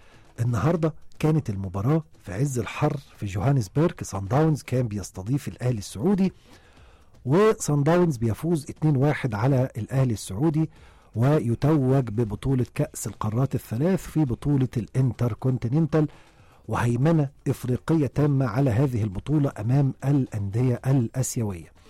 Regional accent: Egypt; مش بعيد عننا كمصريين وكعشاق للكورة.

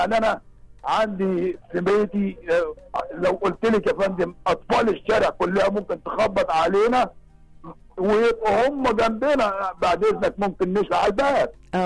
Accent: Cairo, Cairo Governorate, Egypt; لان انا اساسا اتربيت شغلتي دي في مصر الجديده في ميدان الجامع.

